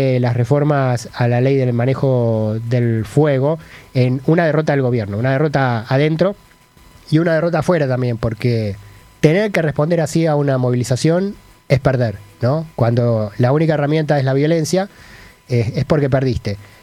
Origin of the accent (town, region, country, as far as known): Argentina